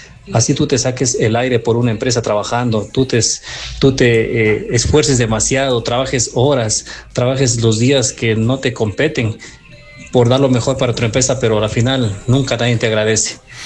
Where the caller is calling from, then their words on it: Loja, Ecuador; Saludos para todos desde Loja, Ecuador.